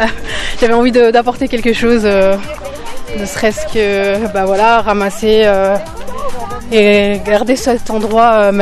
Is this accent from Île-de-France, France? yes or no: yes; Paris, Île-de-France, France; now in Marseille, France; ça fait pas très longtemps que je suis à Marseille. Je viens de Paris